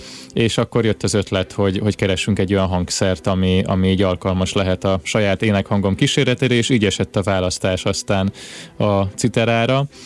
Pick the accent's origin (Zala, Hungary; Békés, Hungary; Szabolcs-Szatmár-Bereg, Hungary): Zala, Hungary; Nova; Egy pici zalai faluban nőttem fel, Nován, ez egy 700 fős település